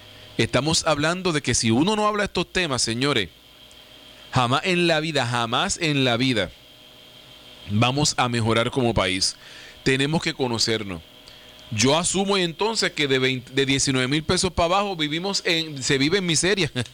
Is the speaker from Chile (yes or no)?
no; Puerto Rico